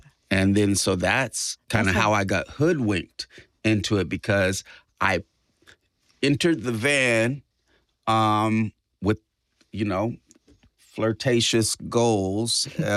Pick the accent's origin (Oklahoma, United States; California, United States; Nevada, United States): California, United States; obviously, I come from the Bay Area, so I'm going to shoot shots on that behalf.